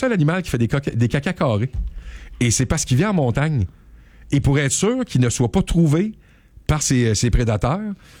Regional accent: Quebec, Canada; chez nous, au Québec.

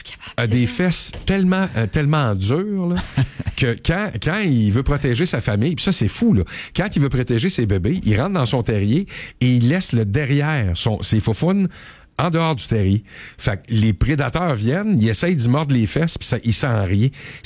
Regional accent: Quebec, Canada; chez nous, au Québec.

